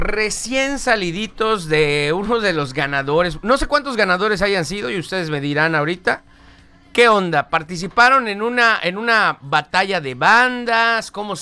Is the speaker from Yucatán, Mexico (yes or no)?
yes; Yucatán, Mexico; los yucatecos nos gusta abrazar a la gente que viene a vivir acá.